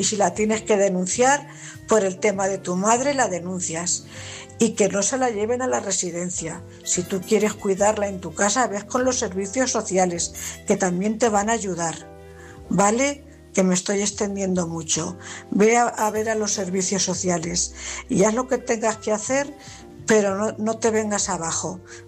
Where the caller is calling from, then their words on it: Cuenca, Castilla-La Mancha, Spain; corresponsal de Cuenca.